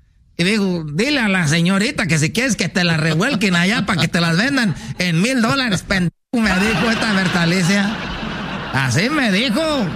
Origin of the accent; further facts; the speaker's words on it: Michoacán, Mexico; como somos allá de Michoacán, andamos allá para donde está esto de la mariposa monarca